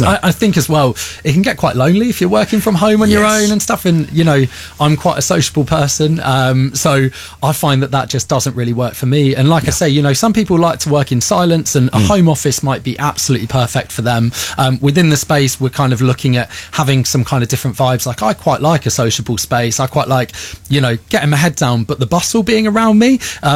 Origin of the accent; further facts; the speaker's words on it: Melksham, South West England, United Kingdom; now in Devizes, United Kingdom; I actually really like being in Devizes. I grew up in Melksham.